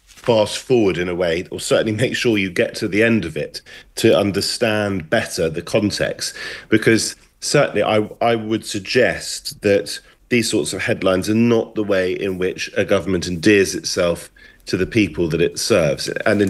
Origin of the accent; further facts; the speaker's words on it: London, United Kingdom; I grew up in London knowing that the Queen, the late Queen, was living in the palace, at least for part of the time